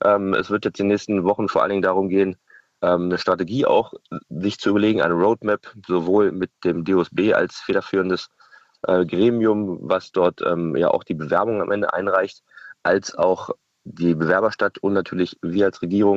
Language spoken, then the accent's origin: German; Berlin, Germany; ich bin Berliner